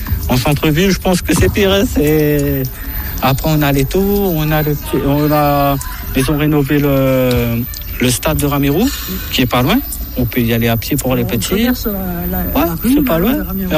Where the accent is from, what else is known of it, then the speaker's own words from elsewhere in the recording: Réunion, France; On est mélangé. Je suis réunionnais. Il y a des Arabes, il y a des trucs.